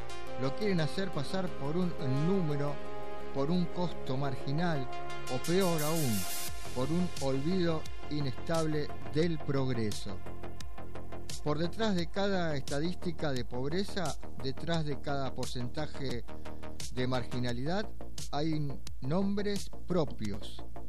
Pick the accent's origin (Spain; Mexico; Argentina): Argentina